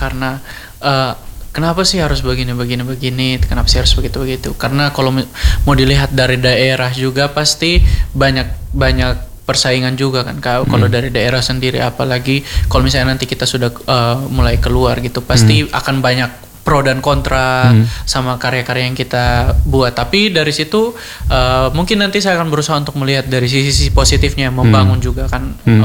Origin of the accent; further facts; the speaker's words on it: Sumba, East Nusa Tenggara, Indonesia; di daerah saya di Sumba sendiri